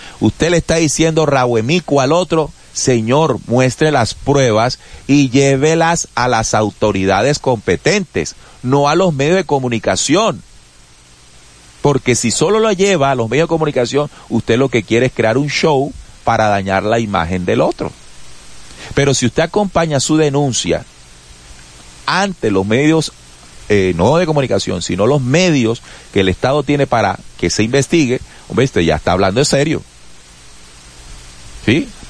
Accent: Colombia

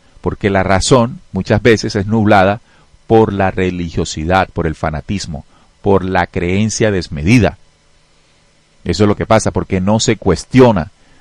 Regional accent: Colombia; como pueblo colombiano, latinoamericano

